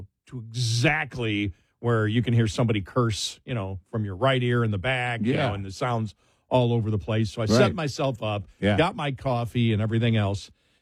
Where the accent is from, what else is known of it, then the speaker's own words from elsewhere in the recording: Buffalo, New York, United States; I'm from Buffalo, so I never trust any of my teams going to do good.